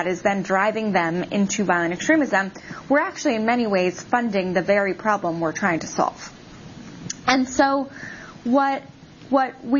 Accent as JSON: {"language": "English", "town": "San Diego", "region": "California", "country": "United States", "said": "I'm from San Diego, so when we don't get this kind of weather, and we don't go outside if we ever did."}